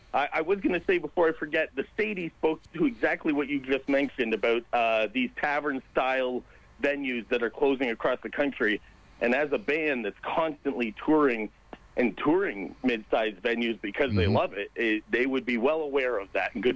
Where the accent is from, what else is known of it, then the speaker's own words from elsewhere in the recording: London, United Kingdom; as a Londoner, I couldn't believe they were from this city, you know?